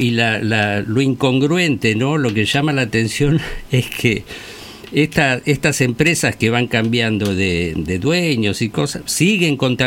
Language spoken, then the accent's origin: Spanish; Bernal, Buenos Aires Province, Argentina; yo soy de Bernal, viví toda la vida en Bernal.